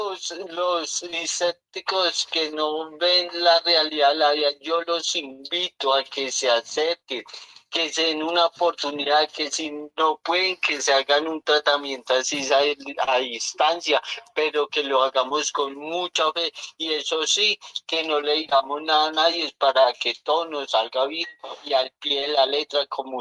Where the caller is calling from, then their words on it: Bogotá, Colombia; De aquí, el barrio Patiónito